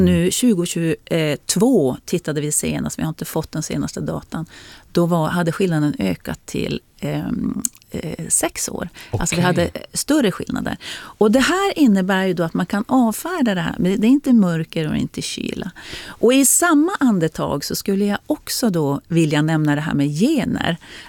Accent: Norrbotten County, Sweden; Och som norrbottning så är det ju en ganska sorglig läsning

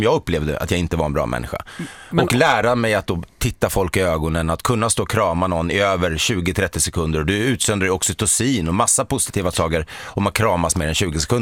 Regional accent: Sweden; Ja, men nysvenskar eller vad man vill kalla det för, och vi är gamla svenskar sådär.

